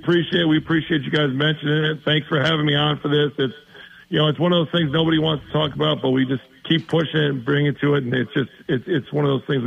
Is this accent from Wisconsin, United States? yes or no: yes; Appleton, Wisconsin, United States; I live a mile away. I grew up in Appleton. Didn't think I'd stay here